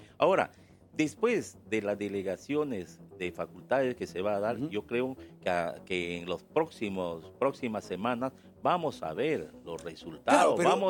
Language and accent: Spanish; Peru; Y hemos tenido que soportar como peruanos?